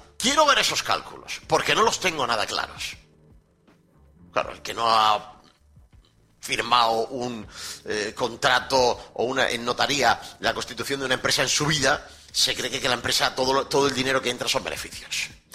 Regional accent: Andalusia, Spain

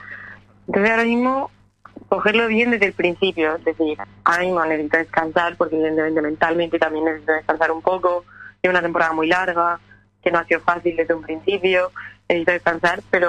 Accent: Almería, Andalusia, Spain; yo soy Almería

